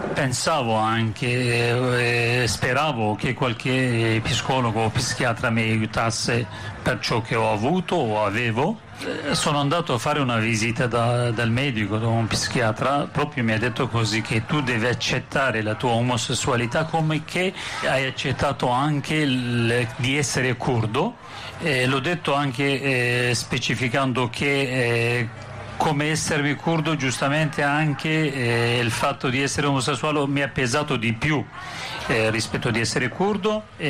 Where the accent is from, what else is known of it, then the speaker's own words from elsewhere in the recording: Bismil, Diyarbakır Province, Turkey; born there; Italian is a second language; moved away; Sono nato nel 1988 nel Kurdistan, a Bismil.